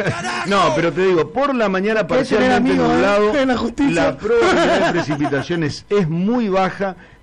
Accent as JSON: {"language": "Spanish", "town": "Puerto Tirol", "region": "Chaco", "country": "Argentina", "tie": "born or raised there", "said": "como gente de Puerto Tirol, nacido, criado hace 63 años allí."}